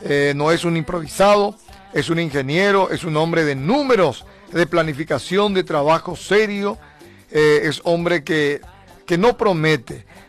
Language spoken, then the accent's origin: Spanish; Carapeguá, Paraguarí, Paraguay; La lista 1, a más allá de la familia, todos somos de Carapeguá